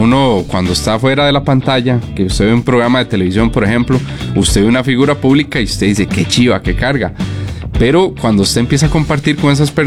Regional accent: Pérez Zeledón, San José, Costa Rica; Recuerden que nosotros somos de Pérez Celedón, de la zona sur.

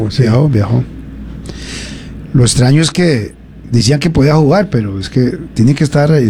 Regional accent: Costa Rica; queremos como costarricenses

